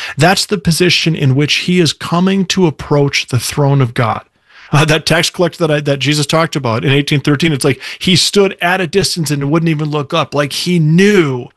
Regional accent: Minneapolis, Minnesota, United States; moved away as an adult; now in Sioux Falls, United States; I grew up in the Minneapolis area. I live in Sioux Falls now. I've lived in the Midwest most of my life. I've moved all over the country at times, but majority of my life's been in the Midwest.

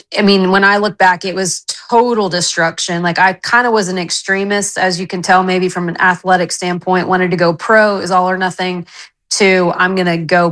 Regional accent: Texas, United States; now in Knoxville, United States; We're originally from West Texas, though. So, but now we live in Knoxville.

